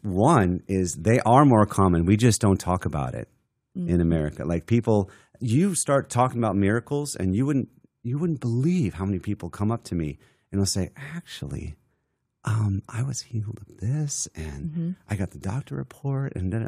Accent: Alaska, United States; born there; I was born in Alaska

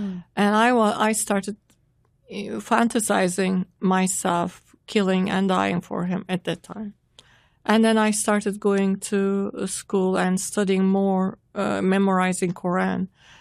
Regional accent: Turkey; I was born and raised in Turkey in a devout Muslim home.

